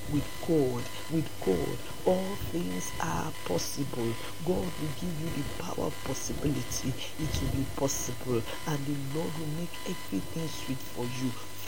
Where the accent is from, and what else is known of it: Nigeria